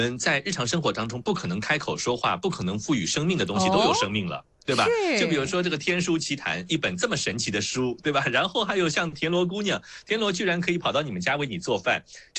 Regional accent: Shanghai, China; 我们用上海话

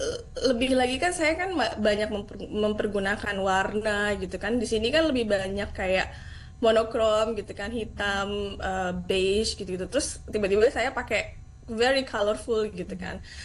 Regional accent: Indonesia; now in Sweden; Terus mereka nanya, kamu dari mana? Indonesia, gitu.

